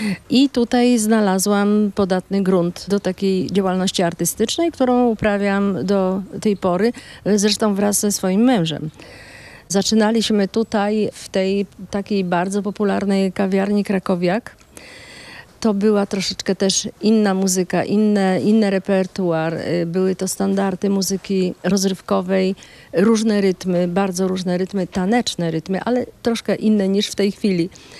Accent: Iwonicz-Zdrój, Subcarpathian Voivodeship, Poland; No, w Iwoniczu mieszkam od urodzenia. Tutaj się urodziłam, tutaj chodziłam do szkoły.

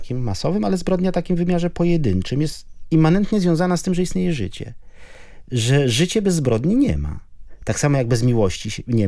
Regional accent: Greater Poland Voivodeship, Poland; ten u nas w Chełmie nad Nerem

